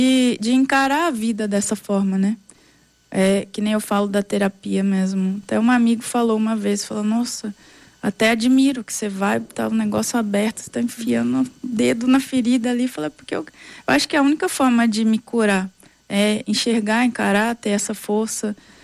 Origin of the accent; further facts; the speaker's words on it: Minas Gerais, Brazil; E sou mineira, cabreira, né?